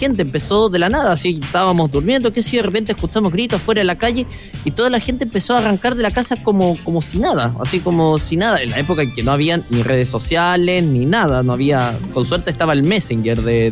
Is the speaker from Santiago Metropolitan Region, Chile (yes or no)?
no; Chillán, Ñuble, Chile; moved away; yo soy del sur, vengo de la región del Biobío, yo. Bueno, técnicamente yo nací en la región del Ñuble, pero cuando yo nací en Chillán era región del Biobío.